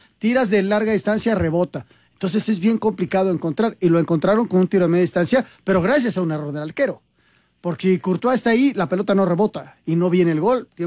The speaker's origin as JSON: {"language": "Spanish", "country": "Mexico", "said": "mi familia es de allá, yo soy mexicano"}